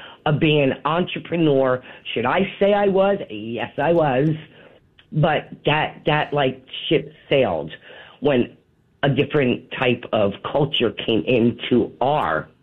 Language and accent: English; New Jersey, United States; I'm from New Jersey.